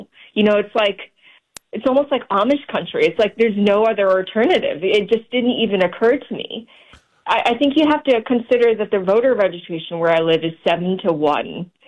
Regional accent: Sheffield, Yorkshire and the Humber, United Kingdom; now in United States; I'm from England, actually.

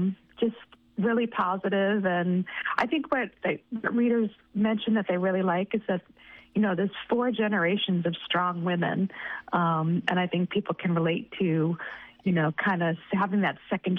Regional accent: Cape Cod, Massachusetts, United States; So I grew up on Cape Cod, which is a beautiful place.

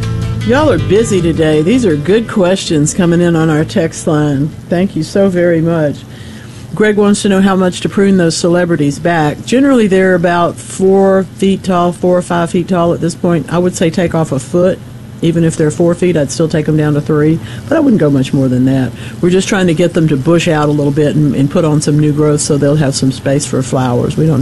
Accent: Gulfport, Mississippi, United States; I grew up in Gulfport

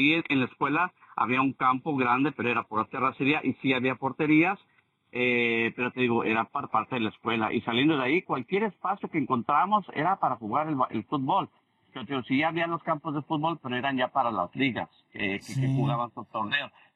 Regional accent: Tepotzotlán, State of Mexico, Mexico; en el pueblo donde yo crecí, crecí ahí en Tepoztlán, sí había campos de fútbol, pero estaban a las afueras

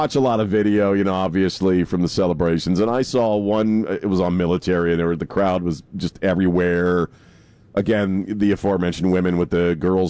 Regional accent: Maryland, United States; now in San Antonio, United States; lived in a lot of towns that, you know, were pretty loyal to their team, whatever sport it might have been. Like, you know, growing up outside of Baltimore

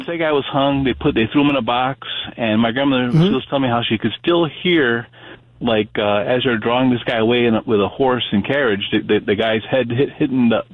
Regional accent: Florida, United States; I was growing up in Florida back in the 1980s.

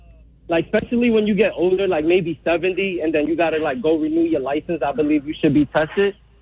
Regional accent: New York, United States; I was born and raised in New York

